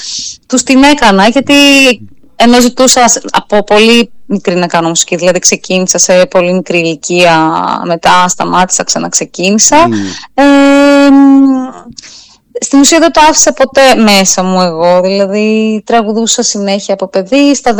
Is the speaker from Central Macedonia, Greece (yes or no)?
yes; Thessaloniki, Central Macedonia, Greece; moved away as an adult; Γεννήθηκα και μεγάλωσα στη Θεσσαλονίκη, λοιπόν. Ήρθα στην Αθήνα να σπουδάσω θεατρολογία, θεατρικών σπουδών.